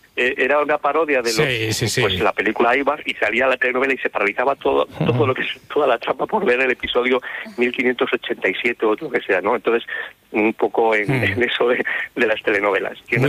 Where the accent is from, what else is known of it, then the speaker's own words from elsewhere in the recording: Tórtoles de Esgueva, Castile and León, Spain; now in Alcalá, Spain; mira, estoy en Alcalá, es un culebrón ya en sí, pero yo soy de Tórtoles de Gueva, de Burgos, y te mando un saludo desde nuestra tierrilla.